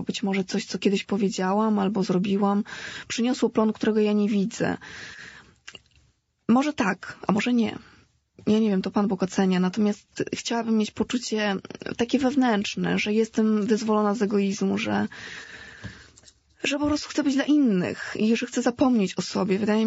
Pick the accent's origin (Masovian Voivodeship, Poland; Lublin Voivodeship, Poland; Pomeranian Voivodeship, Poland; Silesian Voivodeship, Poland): Masovian Voivodeship, Poland; Warsaw; also born or lived in Africa; Urodziłam się w Afryce, tam 4 lata spędziłam, a potem już przeprowadziliśmy się do Polski. Mieszkam w Warszawie od 4 roku życia przez cały czas.